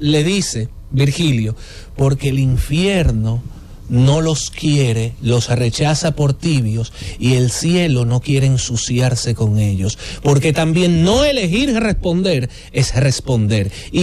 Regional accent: Dominican Republic; also born or lived in Astoria, New York, United States

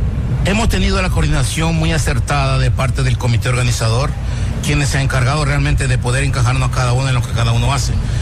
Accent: Ecuador; moved away as an adult; now in Dominican Republic

